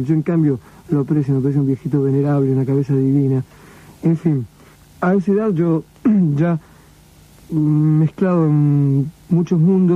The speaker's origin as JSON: {"language": "Spanish", "country": "Argentina", "said": "somos argentinos"}